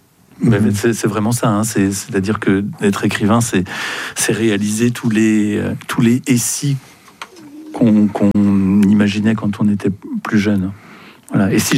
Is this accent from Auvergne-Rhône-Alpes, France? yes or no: no; Grand Est, France; Moi, j'ai grandi en Champagne-Ardenne. J'habite en Champagne-Ardenne. C'est loin de la mer et ça me manque.